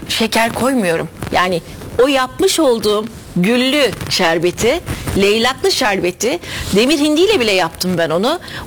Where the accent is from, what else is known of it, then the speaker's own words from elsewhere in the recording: Crete, Greece; Biz yapıyoruz. Ben Girit'liyim.